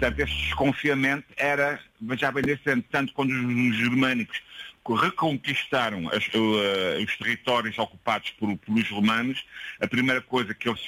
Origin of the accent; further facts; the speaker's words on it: Queluz, Lisbon, Portugal; born there; o meu irmão nasceu em Lisboa, só é que nasci em Caluz.